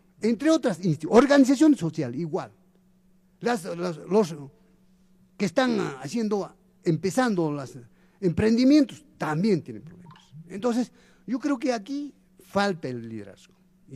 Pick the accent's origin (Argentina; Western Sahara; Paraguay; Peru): Peru; Tambobamba, Apurímac; born there; moved away as an adult